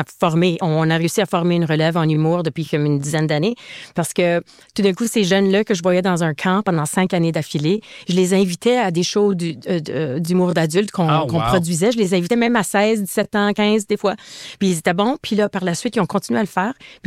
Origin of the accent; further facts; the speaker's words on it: Manitoba, Canada; accent: Franco-Manitoban; c'était des francophones manitobains qui le disaient dans notre accent.